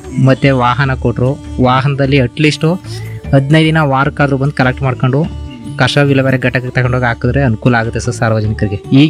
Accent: Kudagi, Karnataka, India; ನಮ್ಮ ಗ್ರಾಮದಲ್ಲಿ ಒಂದು 50-60 ಮನೆ ಇದೆ ಸರ್. ಅಂದರೆ ಕನಿಷ್ಠ ಅಂತಂದ್ರೆ ಒಂದು 400-500 ಜನ ವಾಸ ಮಾಡ್ತಾ ಇದ್ದೀವಿ.

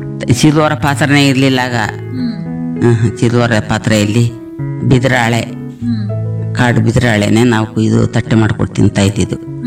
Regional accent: Karnataka, India; born there; now in H.D. Kote taluk, India; ನಮ್ದು ಊರು ನಾಗರಹೊಳೆ ಗೋಣಗದ್ದೆ, ನಮ್ಮ ಊರು ಅರೆಸ್ಟ್ ಒಳಗಡೆ.

